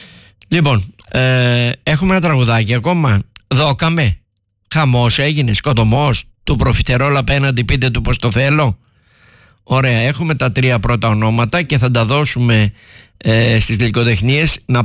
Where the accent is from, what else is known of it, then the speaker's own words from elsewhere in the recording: Patras, Western Greece, Greece; Ελπίζω σαν πατρινός να το ζήσουμε, να τριχιάσουμε από χαρά και να χαρούμε να έρθει και ένα Νόμπελ λογοτεχνίας στην Πάτρα